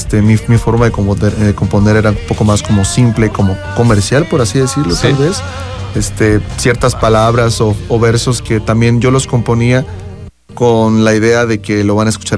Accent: Cancún, Quintana Roo, Mexico; moved away as an adult; now in Querétaro, Mexico; Soy de Cancún, Cantinarro

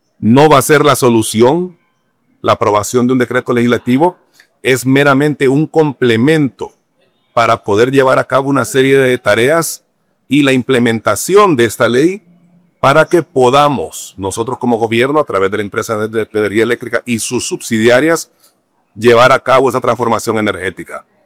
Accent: Honduras; tenemos que tener mucho cuidado en cuánto es lo que está entrando y cuánto es lo que podemos gastar nosotros como hondureños.

